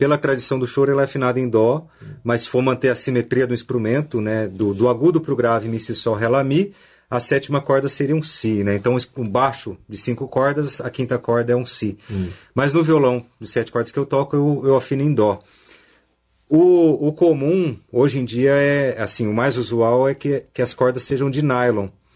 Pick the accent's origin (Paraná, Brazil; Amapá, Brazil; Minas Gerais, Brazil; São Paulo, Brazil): São Paulo, Brazil; Campinas; also born or lived in Jundiaí / Tatuí / Rio de Janeiro; nasci em Jundiaí, mas com 3, 4 meses já estava em Campinas. Então toda a minha trajetória, os amigos, família aqui.